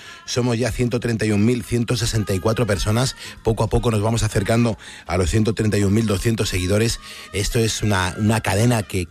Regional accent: Cuenca, Castilla-La Mancha, Spain; Y soy de Cuenca.

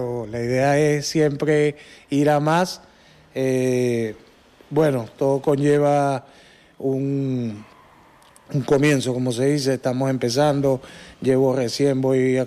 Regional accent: Cagua, Aragua, Venezuela; now in Maside, Spain; soy del estado de Aragua, de Cagua. Un saludo a mi gente de Cagua.

